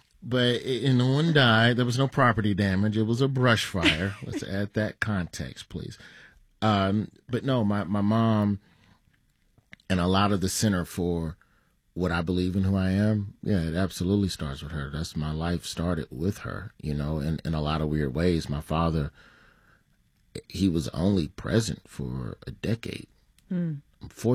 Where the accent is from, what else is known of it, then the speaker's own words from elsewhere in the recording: Memphis, Tennessee, United States; You know, I spent so much time all over the South, though. You know, goodness gracious. We grew up in Memphis.